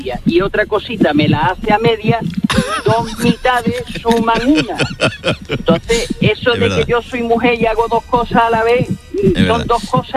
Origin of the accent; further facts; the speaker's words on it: Algeciras, Andalusia, Spain; porque yo soy de Algeciras.